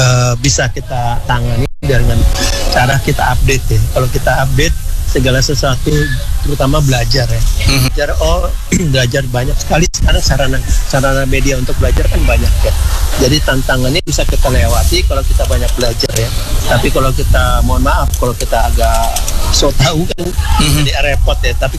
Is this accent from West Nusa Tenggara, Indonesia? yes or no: no; Manado, North Sulawesi, Indonesia; Iya betul, kita dari Manado.